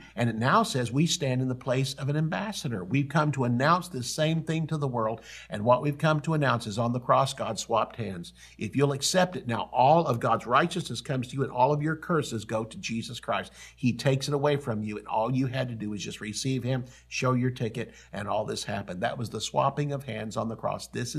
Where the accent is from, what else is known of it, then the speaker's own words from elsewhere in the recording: Oklahoma, United States; My home country is no longer the United States and no longer the state of Oklahoma.